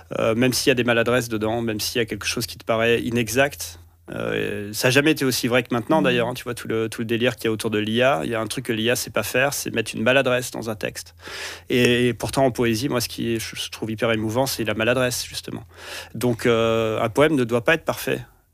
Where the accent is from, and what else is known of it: France; now in Belgium